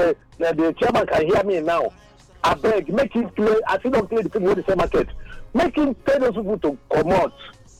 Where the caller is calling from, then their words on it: Port Harcourt, Rivers, Nigeria; Yeah, CJ. I'm calling from Port